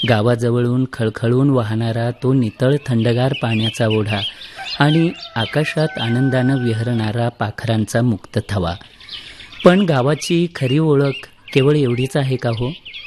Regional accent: Dhavalgaon, Maharashtra, India; माझं गाव अहिल्यानगर जिल्ह्यातील श्रीगोंदा तालुक्यातलं ढवळगाव।

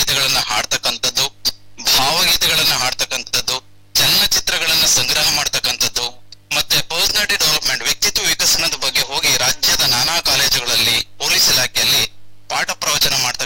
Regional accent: Mandya district, Karnataka, India; ನಾನು ನಿಟ್ಟೂರು ಹೊಸದೊಡ್ಡಿ ಅಂತಕ್ಕಂತ ಒಂದು ಗ್ರಾಮ, ವಲ್ಗೂರು ಹೋಬಳಿ, ಮಳ್ಳೊಳ್ಳಿ ತಾಲೂಕು, ಮಂಡ್ಯ ಡಿಸ್ಟಿಕ್ ನಲ್ಲಿ ನಾನು ಹುಟ್ಟಿರ್ತೇನೆ.

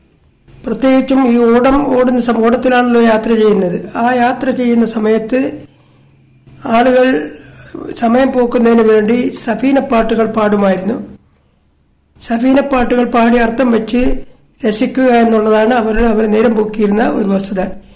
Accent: Lakshadweep, India; born there; അതായത് ഞാൻ ജനിച്ച കാലത്ത് ലക്ഷദ്വീപ് ഈ മാതിരി പുരോഗതിയുള്ള ഒരു കാലഘട്ടമായിരുന്നില്ല.

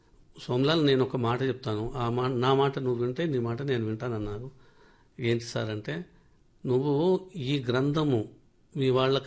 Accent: Bhuvanagiri, Telangana, India; నాది నల్గొండ డిస్ట్రిక్ట్ భువనగిరి, భువనగిరి అయితే పాత నల్గొండ మా డిస్ట్రిక్ట్ అదే.

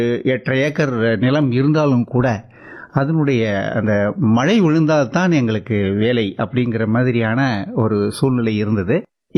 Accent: Pirandipatti, Tamil Nadu, India; என்னுடைய சொந்த ஊர் பிரண்டிப்பட்டி, அதாவது மேலூர் தாலுகாவில் கொடுக்கம்பட்டி கிராமத்தில் உள்கடை கிராமம் எங்கள் ஊர். ஒரு ரிமோட் வில்லேஜ்

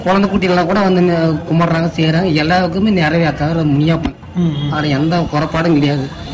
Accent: Agaram, Tamil Nadu, India

